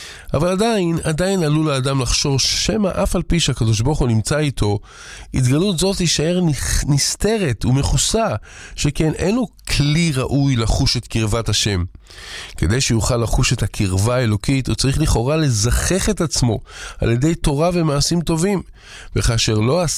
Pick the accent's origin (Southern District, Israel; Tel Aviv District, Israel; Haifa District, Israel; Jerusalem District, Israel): Jerusalem District, Israel; Jerusalem; אני בא משכונת מאה שערים, שם יש שם ממש, אתה מרגיש כבר את סוכות, כמה כולם כבר בונים.